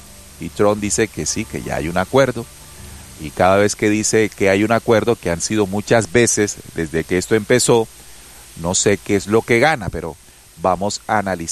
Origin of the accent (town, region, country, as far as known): Colombia